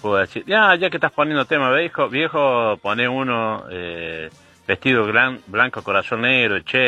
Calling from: Almafuerte, Argentina

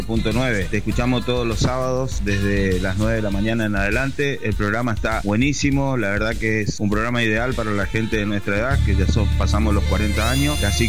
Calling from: Tres Isletas, Chaco, Argentina; de Tres Isletas, Chaco.

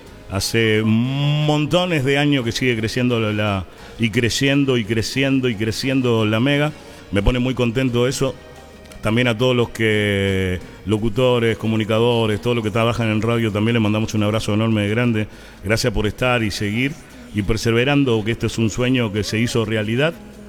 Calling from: Estancia Grande, San Luis, Argentina; venimos directamente del corazón de Estancia Grande.

